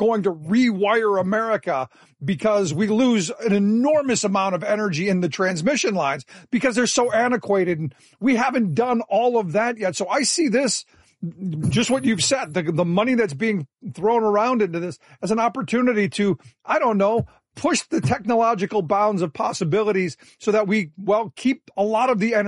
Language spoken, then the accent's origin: English; Cleveland, Ohio, United States; born or raised there